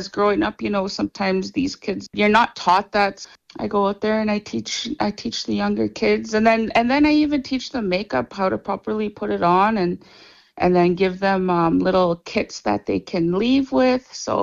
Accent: Saskatchewan, Canada; now in Saskatoon, Canada; I'm from Red Pheasant First Nation.

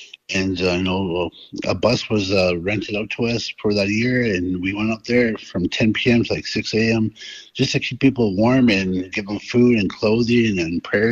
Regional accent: Saskatchewan, Canada; I come from Red Pheasant Cree Nation.

